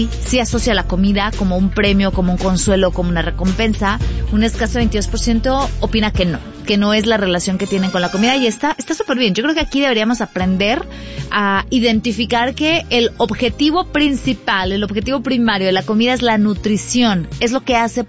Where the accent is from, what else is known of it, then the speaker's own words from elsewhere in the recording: Mexico; Como somos los mexicanos, en general los latinos